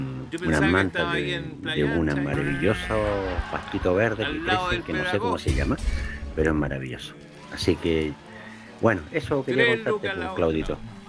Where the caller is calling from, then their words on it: Quilpué, Valparaíso, Chile; mi pareja vive en Santiago, yo soy de Quilpué.